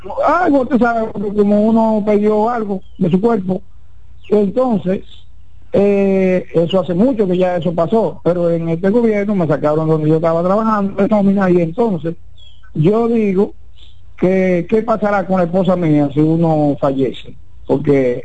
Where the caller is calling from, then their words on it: Moca, Espaillat, Dominican Republic; desde Moca.